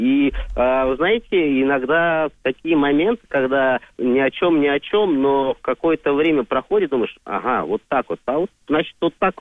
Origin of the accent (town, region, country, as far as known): Moscow, Russia